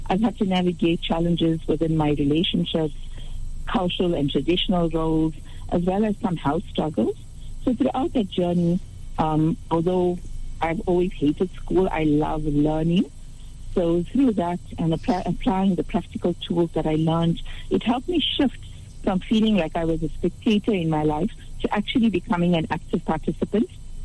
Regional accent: Durban, KwaZulu-Natal, South Africa; moved away; my hometown is Durban.

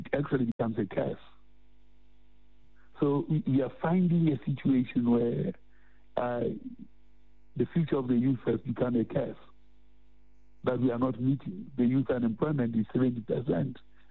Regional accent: Lesotho; we have a 1976 cohort, which includes myself, although I come from Lesotho.

